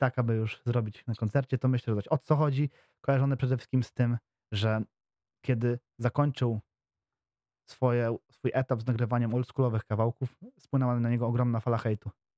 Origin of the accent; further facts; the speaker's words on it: Piaseczno, Masovian Voivodeship, Poland; w Piasecznie u mnie, bo ja jestem, jak już wcześniej wspomniałem, z południa Warszawy, bardziej z przedmieść, z tak zwanych sypialni Warszawy